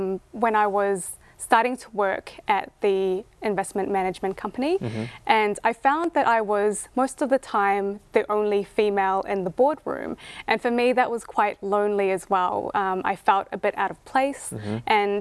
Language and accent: English; New Zealand; also born or lived in Thailand; for me, I grew up in New Zealand mm-hmm. and Thailand. Mm-hmm. So I was able to see the differences in how people lived in both countries.